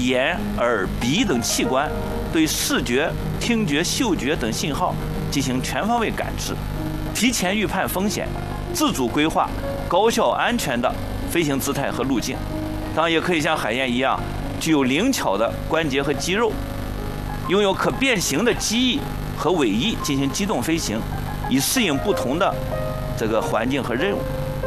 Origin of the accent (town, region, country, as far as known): China